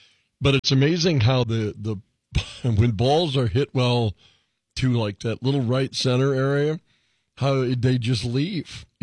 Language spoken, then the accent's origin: English; Northern Plains, United States; I grew up in the Northern Plains. I get the mentality of our nature.